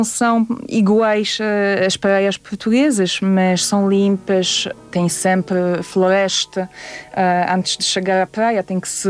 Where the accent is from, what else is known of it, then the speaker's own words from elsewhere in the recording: Warsaw, Masovian Voivodeship, Poland; Eu sou da capital, sou de Varsóvia, e adoro aquela cidade.